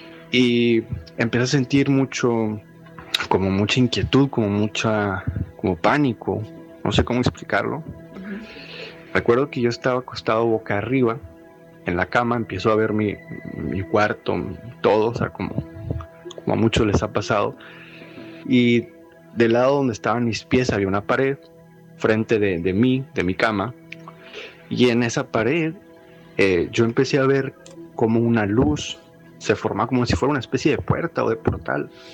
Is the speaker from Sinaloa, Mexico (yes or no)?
no; Monterrey, Nuevo León, Mexico; yo había viajado a la ciudad de San Antonio a mi ciudad de origen, en Monterrey